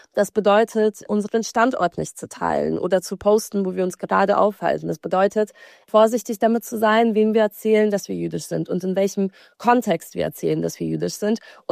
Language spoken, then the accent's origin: German; Baden-Baden, Baden-Württemberg, Germany; Ich möchte, dass es so etwas auch in meiner Heimatgemeinde gibt. Und so ging das dann los, dass ich in Baden-Baden ein jüdisches Jugendzentrum mitgegründet habe